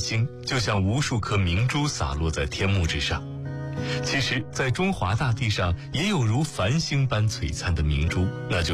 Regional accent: China

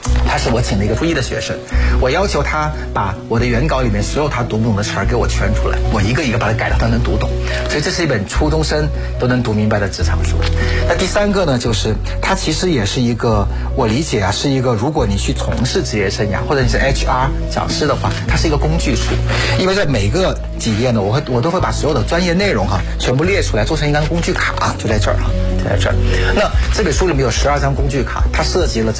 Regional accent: China

